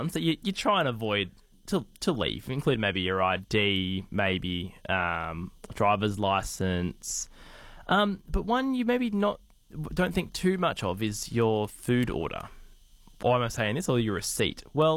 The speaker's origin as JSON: {"language": "English", "region": "Queensland", "country": "Australia", "said": "Dylan still refuses to acknowledge me as a Queenslander."}